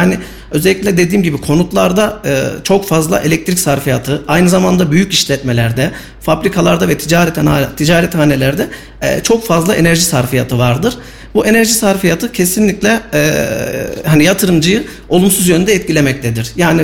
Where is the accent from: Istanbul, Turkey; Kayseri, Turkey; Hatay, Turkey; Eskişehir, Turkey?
Kayseri, Turkey; Kayseri'de ikamet ediyoruz. Evet. Kayserliyiz.